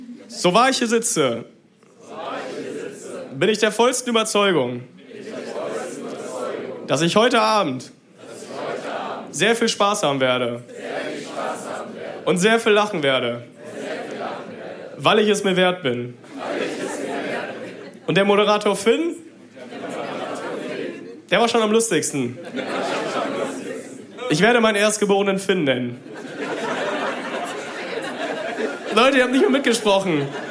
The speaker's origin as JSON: {"language": "German", "town": "Münster", "region": "North Rhine-Westphalia", "country": "Germany", "tie": "born or raised there", "lives_now": "Bielefeld, Germany", "said": "Ich bin in Münster aufgewachsen. Das ist jetzt hier so Wahlheimat für mich in Bielefeld."}